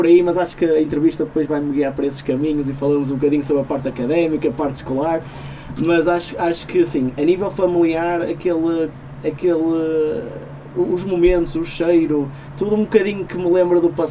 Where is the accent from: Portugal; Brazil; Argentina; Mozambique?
Portugal; Matosinhos, Norte; also born or lived in Porto; Nasci no Porto, mas sou de Matosinhos, e já há muitos anos, desde ter a idade.